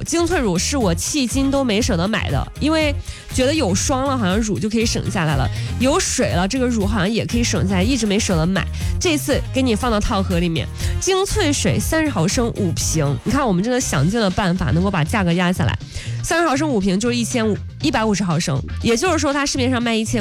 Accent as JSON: {"language": "Chinese", "region": "Henan", "country": "China", "said": "我们河南人还挺会做"}